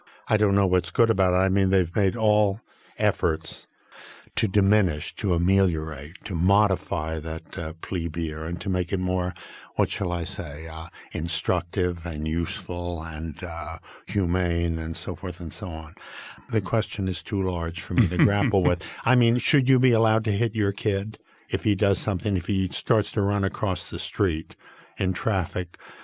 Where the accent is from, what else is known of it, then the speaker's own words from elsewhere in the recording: New York, United States; I still think of myself as a New Yorker, naturally. And when I go there, I feel that I'm, yes, this is my place. This is home.